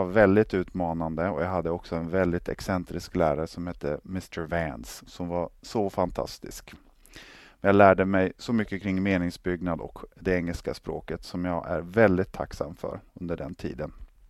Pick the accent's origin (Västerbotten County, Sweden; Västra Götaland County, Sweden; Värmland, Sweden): Västerbotten County, Sweden; Tväråträsk; där min trygghet fanns. När jag skulle börja gymnasiet så gör man det, och gjorde man det på den tiden primärt i Lycksele, som låg då väldigt många mil bort ifrån min uppväxtort och min by som heter Tväråträsk.